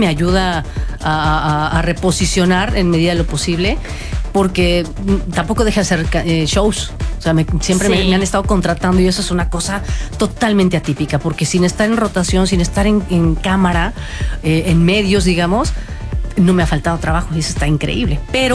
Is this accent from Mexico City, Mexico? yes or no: no; Pachuca, Hidalgo, Mexico; En Tulancingo, yo soy de Pachuca, soy hidalguense.